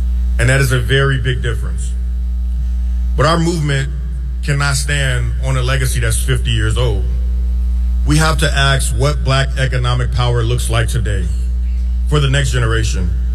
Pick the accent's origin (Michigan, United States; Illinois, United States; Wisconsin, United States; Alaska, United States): Illinois, United States; Chicago; something that I learned growing up on the South Side.